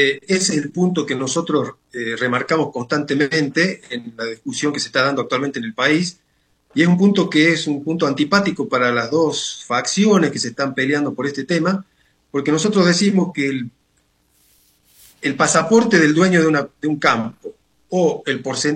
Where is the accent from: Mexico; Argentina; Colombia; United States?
Argentina; incluso desde el punto de vista personal, ¿no? como ciudadano argentino.